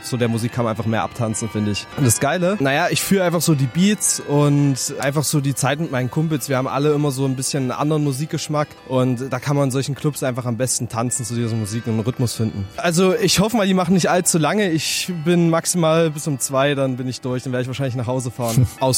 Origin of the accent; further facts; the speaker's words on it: Halle, Saxony-Anhalt, Germany; ich komme aus Halle und heute bin ich in Helbra unterwegs mit meinen Freunden.